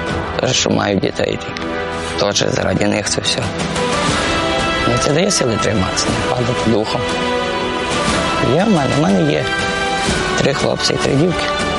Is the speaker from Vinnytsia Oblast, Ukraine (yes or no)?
no; Zastavna, Chernivtsi Oblast, Ukraine; Сам з Чернівецької області, місто Заставна.